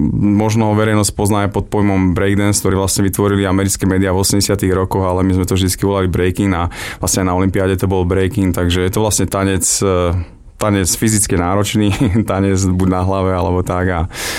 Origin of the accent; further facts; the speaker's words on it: Banská Bystrica, Banská Bystrica Region, Slovakia; Určite som hrdý na to, že som Bystričan, máme krásne mesto